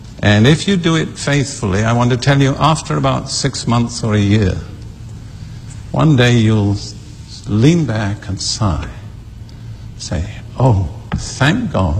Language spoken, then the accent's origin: English; United Kingdom; I'm British, and British prone to be critical.